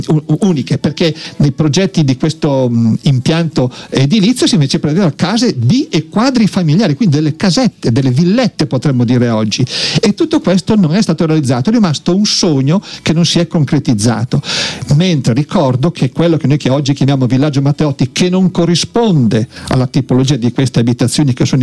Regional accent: Cislago, Lombardy, Italy; io che vengo da Cislago

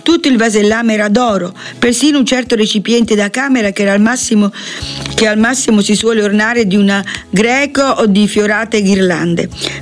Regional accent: Naples, Campania, Italy; Scusate il dialetto, io sono napoletana, faccio fatica a pronunciarlo bene.

